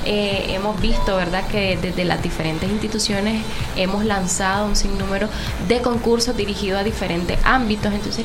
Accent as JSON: {"language": "Spanish", "country": "Nicaragua", "said": "nos caracteriza como nicaragüense"}